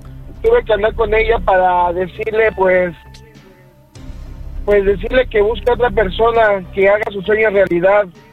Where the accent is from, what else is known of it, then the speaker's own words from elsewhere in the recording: Mérida, Yucatán, Mexico; Bueno, yo soy de Mérida, Yucatán. Aquí la conocí.